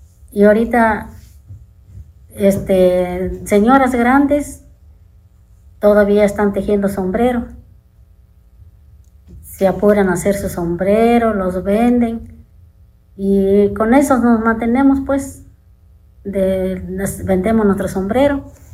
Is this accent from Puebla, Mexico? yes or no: yes; Santa Ana Tepejillo, Puebla, Mexico; mi pueblo, de Santa Ana Tepejillo, Puebla. Aquí en mi pueblo tejemos sombreros. Desde pequeñitos, desde edad de 7 años, de 8 años, empezamos a tejer sombrero.